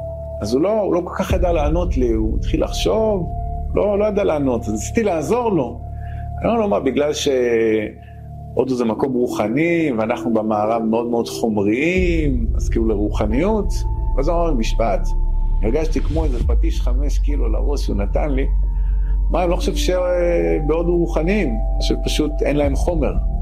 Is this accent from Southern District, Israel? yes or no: no; Givat Ze'ev, Judea and Samaria Area, Israel; בן 41, גדלתי רוב השנים בגבעת זאב, בית שהוא לא דתי.